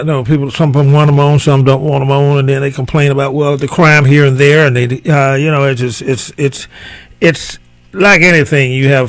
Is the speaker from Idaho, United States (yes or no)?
no; North Carolina, United States; Yeah, North Carolina.